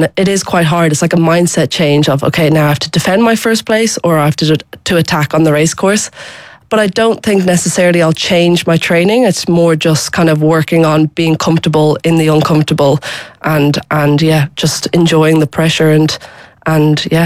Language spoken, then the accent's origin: English; Leinster, Ireland; also born or lived in Howth / Dún Laoghaire; how nice Dublin Bay can be and how the waters that I've grown up on